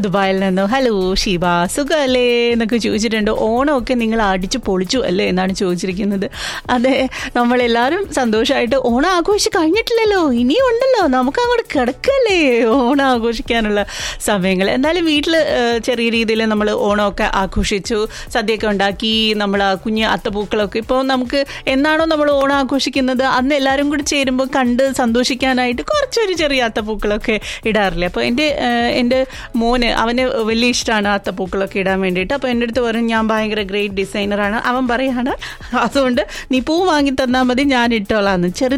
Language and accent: Malayalam; Thiruvananthapuram, Kerala, India; moved away; ഞങ്ങൾ തിരുവനന്തപുരത്തുകാരി പഴിഞ്ഞി എന്നാണ് പറയുന്നത് കേട്ടോ.